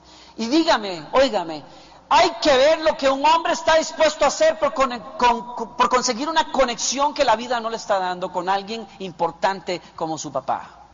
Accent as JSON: {"language": "Spanish", "country": "Costa Rica", "tie": "born or raised there", "said": "mi papá en Costa Rica, donde yo nací y me crié. Bueno, si se puede decir que me crié."}